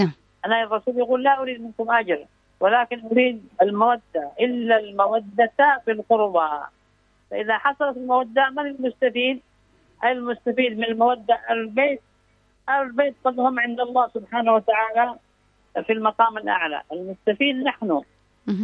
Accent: Yemen; وهكذا عندنا في اليمن.

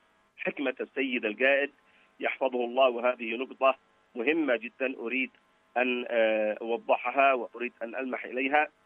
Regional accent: Yemen; ونحن كشعب يمني عندما نكون في خضم المواجهة المباشرة مع الأمريكان والصهاينة

